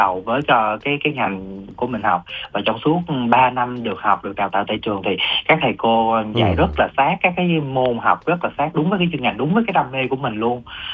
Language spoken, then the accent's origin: Vietnamese; Bạc Liêu, Bac Lieu, Vietnam; Thật ra là bản thân mình đó là mình sinh ra và lớn lên ở miền Tây, ở Bạc Liêu. thì mình rất là thích hơi thở của miền Tây